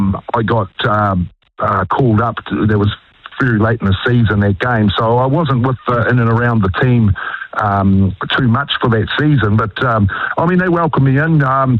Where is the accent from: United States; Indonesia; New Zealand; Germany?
New Zealand; Tangaroa, Northland; you mentioned I'm from Tangaroa, so from Tangaroa primary school, I remember Eddie Dunn bringing the Shield.